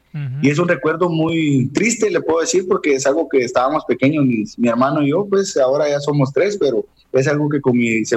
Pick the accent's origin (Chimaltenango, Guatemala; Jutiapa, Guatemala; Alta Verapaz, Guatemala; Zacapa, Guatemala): Zacapa, Guatemala; Yo soy originario de Zacapa, de aquí de Guatemala.